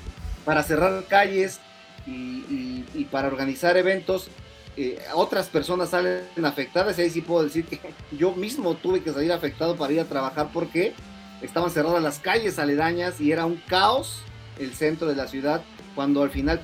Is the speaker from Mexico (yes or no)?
yes; Mexico; por supuesto que la mayoría de los mexicanos nos da lo mismo Argentina, para bien o para mal, pues, no sé, ¿no?